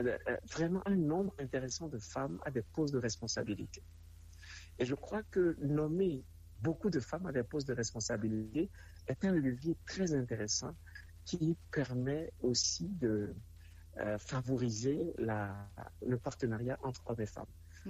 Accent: Togo; chez nous, au Togo

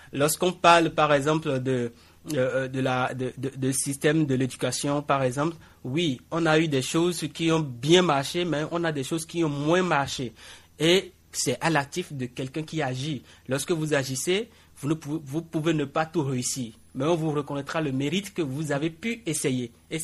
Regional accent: Benin; aujourd'hui, on ne se cache plus lorsqu'on dit « je suis béninois »

